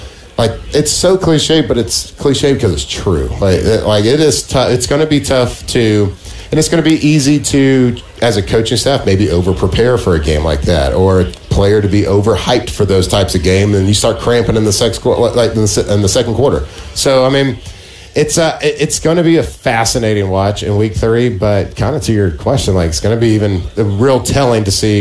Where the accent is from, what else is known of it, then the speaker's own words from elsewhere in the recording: Texas, United States; I'm from Texas. I went to school in Louisiana.